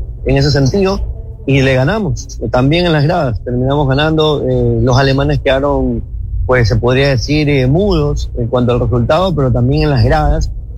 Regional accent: Ecuador

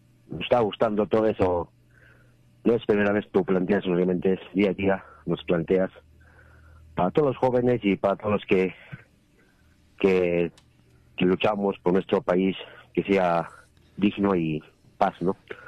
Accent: Peru; Acá somos incaicos. No somos devenidos como Keiko Fujimori. No somos que vinimos de Japón a Perú. Nosotros somos acá originales.

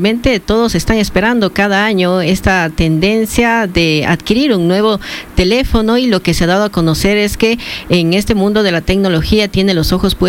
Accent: Cuenca, Azuay, Ecuador; somos los cuencanos quienes pagamos ese monto.

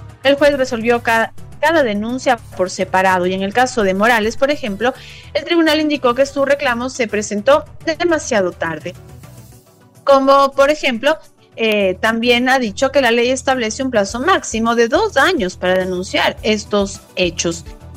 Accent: Quito, Pichincha, Ecuador; todos los quiteños recordamos

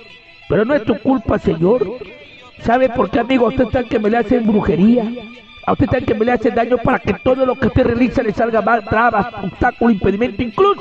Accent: Huancabamba, Piura, Peru; now in Olmos, Peru; Yo soy neto natural de Huancabamba, señor, pero años vivo acá en Olmos, en esta tierra calurosa donde muchos me conocen.

